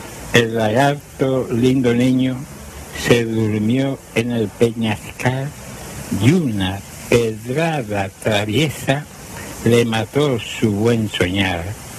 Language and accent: Spanish; Agüimes, Canary Islands, Spain; also born or lived in Ingenio, Gran Canaria; nací en ingenio, mi madre es de ingenio, me crié en Agüime, mi padre es de Agüime